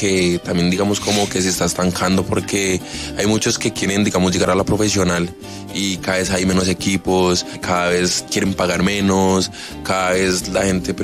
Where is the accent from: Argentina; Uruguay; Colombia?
Colombia; Soacha, Cundinamarca; moved away as an adult; now in Villavicencio, Colombia; Yo soy de Soacha, Cundinamarca.